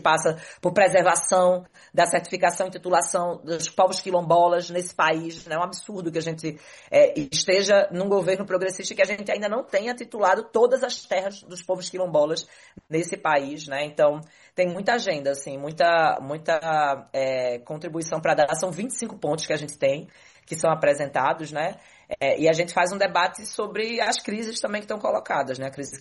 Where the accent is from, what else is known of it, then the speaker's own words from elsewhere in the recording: Recife, Pernambuco, Brazil; Eu sou uma mulher que cresci na Brasília Teimosa, uma comunidade tradicional pesqueira, uma comunidade periférica, né, que tem maioria população negra